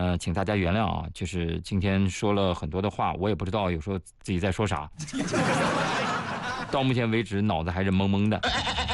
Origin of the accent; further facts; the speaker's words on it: China; 我们中国人讲究的是知止